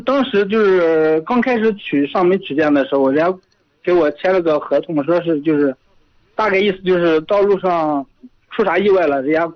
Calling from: Hejin, Shanxi, China; 是河津的。

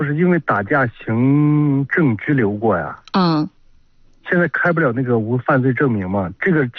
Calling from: Yuncheng, Shanxi, China; 烟湖区。

